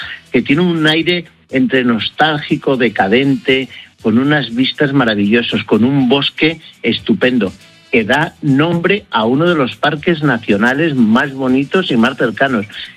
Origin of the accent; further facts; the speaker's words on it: Villacastín, Castile and León, Spain; los huevos fritos son de huevo Velasco, que son los huevos que se hacen en mi pueblo, en Villacastín.